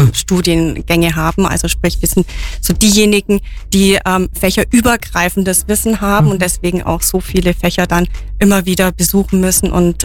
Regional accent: Sonthofen, Bavaria, Germany; wir sind dort groß geworden

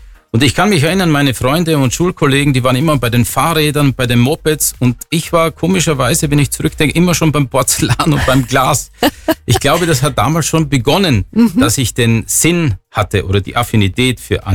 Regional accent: Styria, Austria; Bei uns in der Steiermark war es so, dass die Kinder alle gerne zu freiwilligen Feuerwehr gegangen sind.

